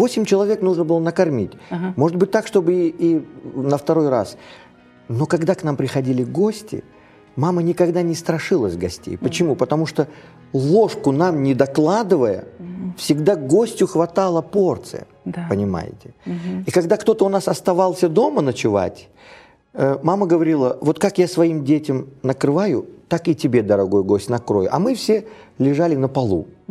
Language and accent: Russian; Samarkand, Samarqand Region, Uzbekistan; Вы правильно назвали, что я иранец, да. Я родился в Узбекистане, в городе Самарканде.